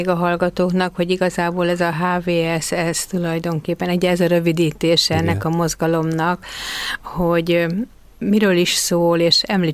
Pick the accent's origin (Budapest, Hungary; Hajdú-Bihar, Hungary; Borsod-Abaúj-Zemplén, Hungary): Budapest, Hungary; mind a ketten Józsefvárosból származunk, illetve én még ott vagyok